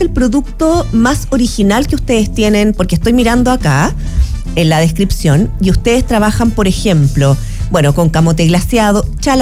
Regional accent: Chile; como decimos acá en Chile

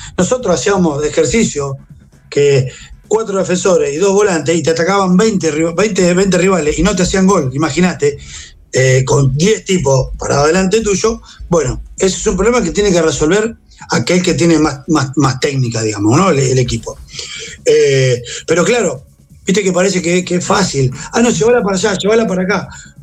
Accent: Argentina; porque somos todos argentinos

